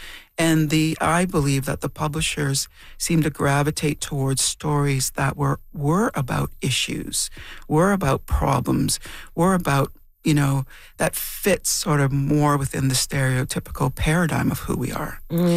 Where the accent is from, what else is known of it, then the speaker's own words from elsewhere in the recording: Temagami, Ontario, Canada; When I grew up in Temagami, in Northern Ontario, but I think this is true for all across Canada, really, at the time, was, I was really wanting to find books that were about Indigenous people